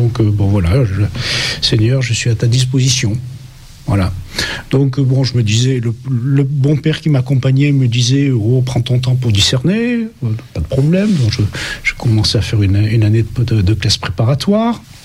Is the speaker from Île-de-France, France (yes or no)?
no; Montpellier, Occitanie, France; born there; Je suis né à Montpellier, qui est la ville d'origine de la famille, mais j'y suis né pendant les vacances, et j'y ai en fait jamais habité